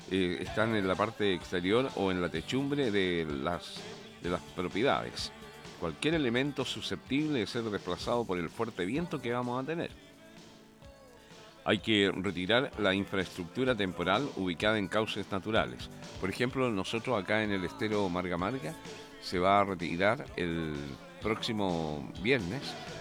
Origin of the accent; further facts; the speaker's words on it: Chile; Es que somos chilenos.